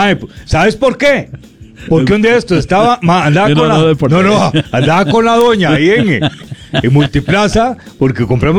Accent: Guadalupe, San José, Costa Rica; born there; Ya estamos en Guadalupe, que ahí nacimos, en Guadalupe, Goicochea.

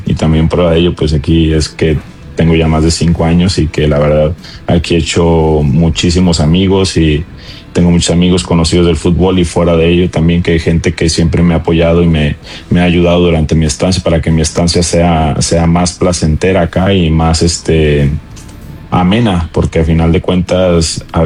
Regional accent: Noria de Ángeles, Zacatecas, Mexico; moved away as an adult; now in Costa Rica; es Noria de Ángeles, Zacatecas, y en específico de una comunidad que se llama el Puerto de Juan Alberto o Estación Genaro.

